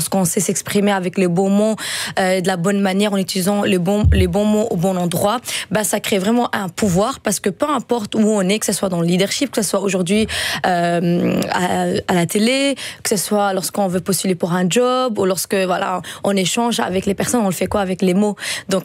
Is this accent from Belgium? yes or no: yes; Antwerp, Flanders, Belgium; first language Dutch; French is a second language; moi, j'ai grandi à Anvers. J'étais néerlandophone de base.